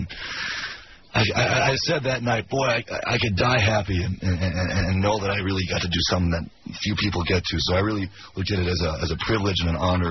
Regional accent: Michigan, United States; now in Seffner, Florida, United States; I grew up in Michigan. My parents are still there. My younger brother's still there. But I live in a town called Sefner, Florida. About 30,000 people. It's a smaller town.

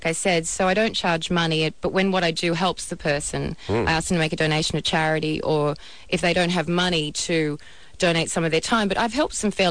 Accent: Australia; moved away; growing up in Australia

